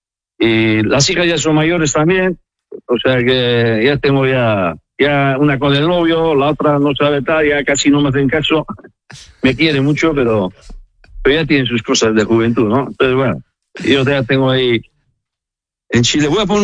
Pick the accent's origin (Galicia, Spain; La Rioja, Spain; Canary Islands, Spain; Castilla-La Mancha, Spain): La Rioja, Spain; San Vicente de la Sonsierra; born there